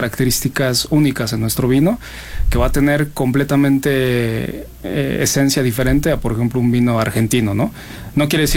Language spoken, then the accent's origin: Spanish; Mexico; No, es que somos mexicanos y él está en su momento de que tiene que explicar